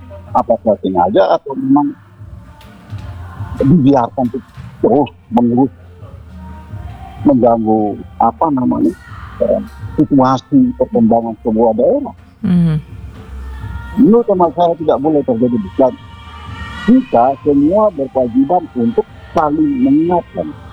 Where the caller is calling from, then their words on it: Sorong, Southwest Papua, Indonesia; sebagai warga Papua, khususnya yang sedang berdomisili di kilometer 17.